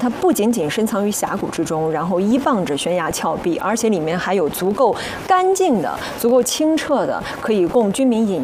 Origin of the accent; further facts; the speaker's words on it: China; 我们中国人的文化体系